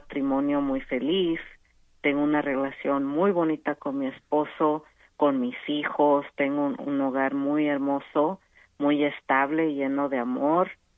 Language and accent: Spanish; Iguala, Guerrero, Mexico; moved away; yo soy de Iguala. Uh-huh. Y ahí es donde desaparecieron, donde fueron desaparecidos los estudiantes. Fue en Iguala, como a 10 minutos de donde yo nací, de la casa donde yo nací.